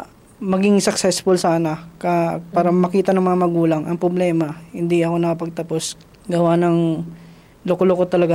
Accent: Taguig, Metro Manila, Philippines; also born or lived in Negros Oriental; Dito sa Manila eh. Dito na ako lumaki kasi.

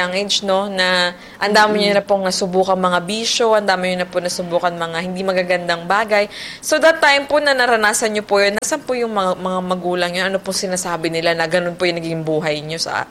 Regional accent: Quezon City, Metro Manila, Philippines; taga Quezon City ako, so alam ko yung cemetery na yan.

